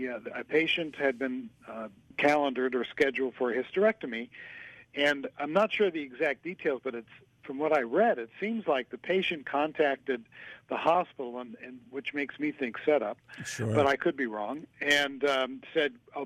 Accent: California, United States; I know I'm from California, I know what's happening.

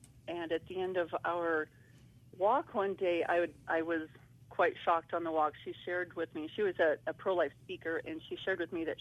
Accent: Spokane, Washington, United States; also born or lived in Seattle; I ended up in, I'm originally from the Spokane area, and I graduated college, and I entered into a law enforcement career, and I was in Seattle for over 18 years

